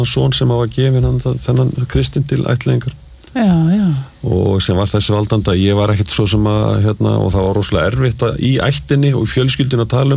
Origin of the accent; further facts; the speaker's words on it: Reykjavík, Capital Region, Iceland; Ég alveg upp í Reykjavík